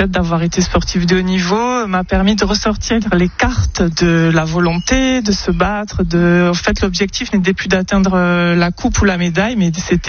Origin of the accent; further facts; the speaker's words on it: Bayonne, Nouvelle-Aquitaine, France; j'ai 48 ans et je suis de Bayonne.